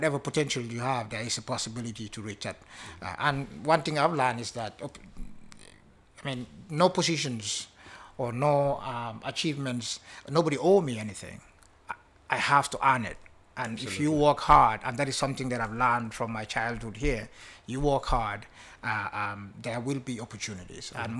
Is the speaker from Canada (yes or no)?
no; Bakau, Kanifing, Gambia; But before all that, I'm a guy from Bacau. I was born not very far from here, Bacau Newtown, raised there with siblings, three siblings, and with a community with faith and discipline.